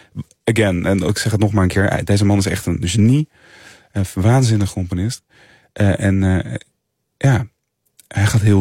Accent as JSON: {"language": "Dutch", "town": "Culemborg", "region": "Gelderland", "country": "Netherlands", "tie": "born or raised there", "said": "Culemborg, ja, kom ik uit. Ja. En ben ik opgegroeid."}